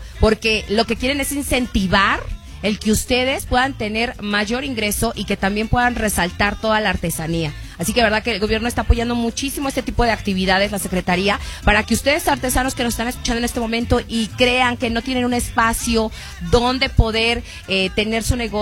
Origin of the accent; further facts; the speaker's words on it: Mexico; somos mexicanos.